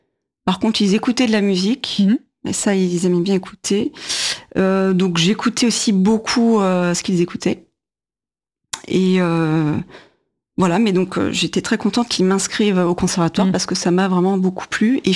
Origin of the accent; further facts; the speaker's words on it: Sarreguemines, Grand Est, France; now in Paris, France; Moi, je viens de Lorraine, une petite ville qui s'appelle Sarreguemines.